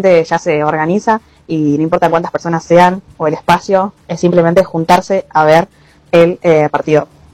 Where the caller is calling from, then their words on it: Buenos Aires, Argentina; yo vivo en Capital Federal, exactamente en Montserrat, a unas cuadras del obelisco.